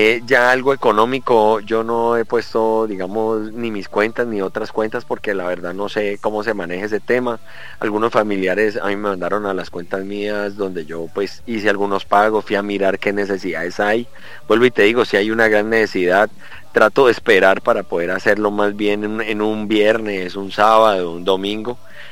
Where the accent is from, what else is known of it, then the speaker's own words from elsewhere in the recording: Popayán, Cauca, Colombia; moved away as an adult; Pues yo soy de Popayán, todo el mundo lo sabe, pero llevo ya 5 años viviendo aquí en esta ciudad